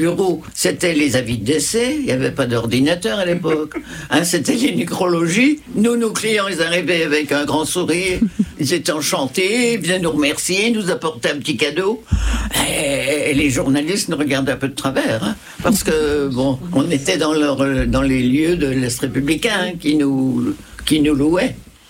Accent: France; je suis une Française qui rapatrie ses enfants.

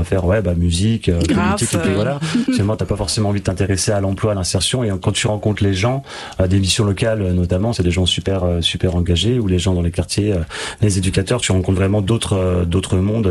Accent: Grand Est, France; Et forcément, Déclic, c'était moi qui viens du Toulois. C'est une radio que je connais.

